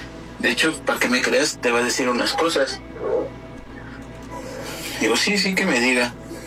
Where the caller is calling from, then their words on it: Toluca, State of Mexico, Mexico; De aquí de Toluca